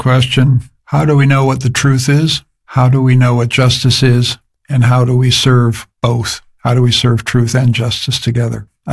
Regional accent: Canada; now in Vienna, Austria

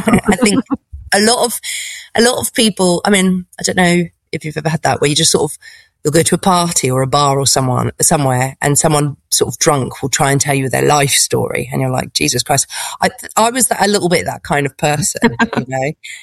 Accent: United Kingdom; moved away as an adult; now in Paris, France; As a British person

